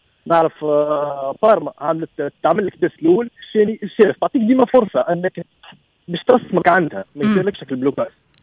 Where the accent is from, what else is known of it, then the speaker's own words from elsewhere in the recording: Tunisia; now in Italy; والله النداء نتاعنا يعني نشوف المسؤولين اللي عندنا في تونس حتى اللي هنا في ايطاليا